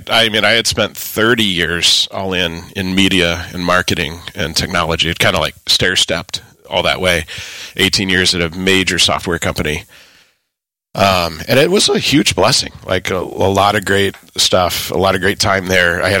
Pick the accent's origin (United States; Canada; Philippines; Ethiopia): United States; Granite City, Illinois; my hometown, Granite City, which is right across the river from St. Louis in Illinois. So been there pretty much my whole life. I moved away to a couple of other cities for a few years. Granite City is a steel town.